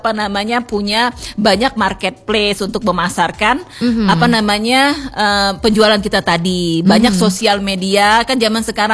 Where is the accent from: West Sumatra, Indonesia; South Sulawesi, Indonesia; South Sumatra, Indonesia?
South Sumatra, Indonesia; Palembang; Mau ke pasar 16 nih, kita orang Palembang.